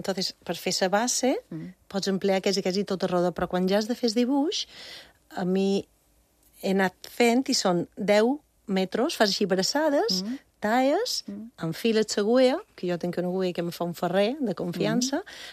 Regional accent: Bunyola, Balearic Islands, Spain; la Fira de Bunyola, del meu poble

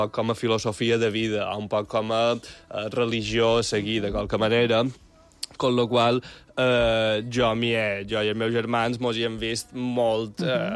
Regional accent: Balearic Islands, Spain

